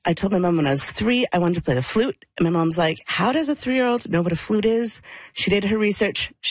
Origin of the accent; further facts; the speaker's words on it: Edmonton, Alberta, Canada; when I grew up in Edmonton